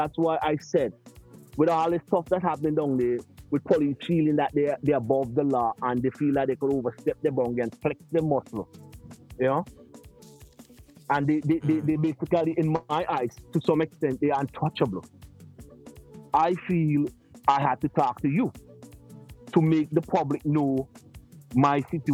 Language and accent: English; St. Vincent & Grenadines; moved away; my home country that I love, St. Vincent.